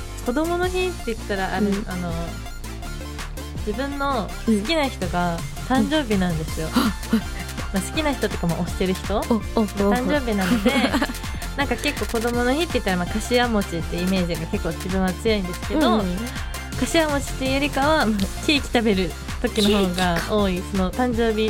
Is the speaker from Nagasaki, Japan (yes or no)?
no; Tokyo, Japan; also born or lived in Okinawa; 沖縄県生まれ、東京都出身の19歳、もうすぐ20歳になります。